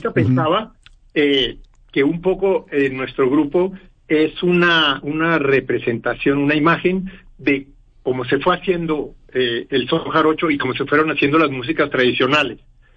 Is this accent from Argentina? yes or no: no; Colombia; moved away as an adult; now in Mexico; Yo llegué de Colombia, vine a estudiar composición.